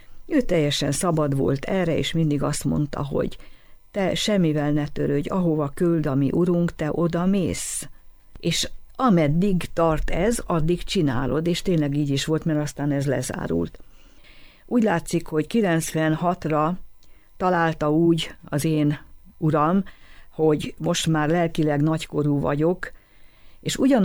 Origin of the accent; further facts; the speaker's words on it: Hungary; Tehát az, hogy én magyar vagyok